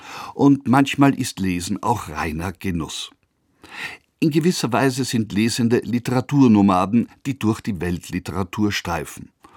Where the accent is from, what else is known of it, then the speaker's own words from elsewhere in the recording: Austria; born there; also born or lived in Paris; als gebürtiger Österreicher fühle ich mich persönlich überhaupt nicht von Deutschland, Frankreich oder Italien unterdrückt.